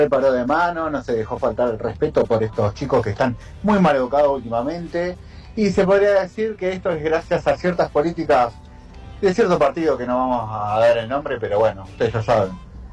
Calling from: Esteban Echeverría, Buenos Aires, Argentina; de Echeverría

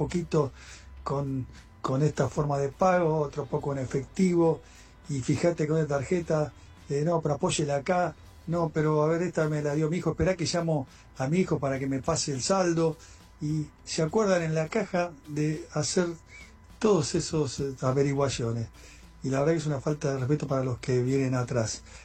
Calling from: Palomar, Buenos Aires Province, Argentina; de Palomar.

